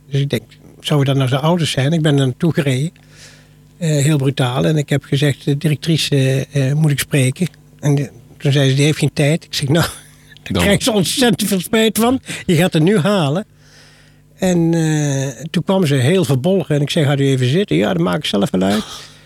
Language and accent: Dutch; Duiven, Gelderland, Netherlands; Ik ben opgegroeid in Duiven bij Arnhem in Gelderland. Een lieflijk dorpje, maar dat werd een Finexwijk. Dus dat is van een boerendorp heel snel gegroeid.